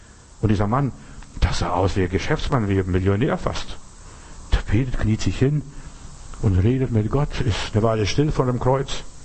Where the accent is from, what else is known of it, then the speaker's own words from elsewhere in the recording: Bavaria, Germany; ich bin in Bayern groß geworden und ich fand das ganz toll.